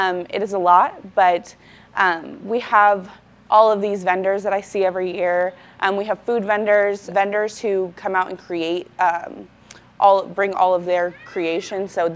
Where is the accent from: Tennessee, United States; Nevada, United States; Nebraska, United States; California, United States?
Nebraska, United States; Omaha; I'm from Omaha, Nebraska.